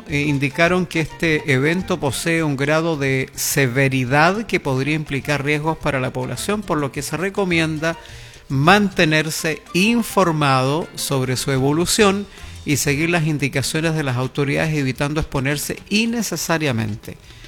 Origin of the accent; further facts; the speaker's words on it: Chile; viva mi tierra chilena.